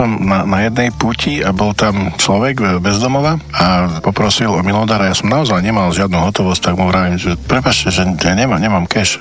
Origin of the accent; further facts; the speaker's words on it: Michalovce, Košice Region, Slovakia; najradšej do Michaloviec, do môjho rodného mesta